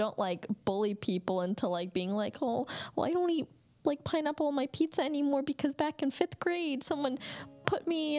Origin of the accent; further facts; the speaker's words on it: Virginia, United States; my family is from up north, like, I didn't really know what country was, like, even growing up in Virginia